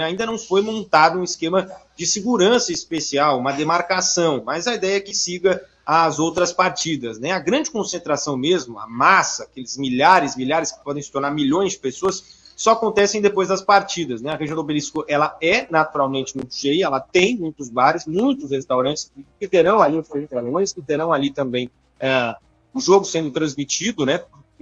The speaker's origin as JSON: {"language": "Portuguese", "country": "Brazil", "said": "O argentino também é um povo supersticioso, assim como nós brasileiros."}